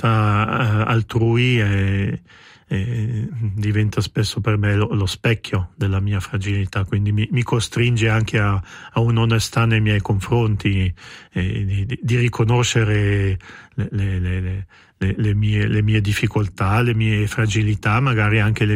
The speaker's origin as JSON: {"language": "Italian", "country": "Switzerland"}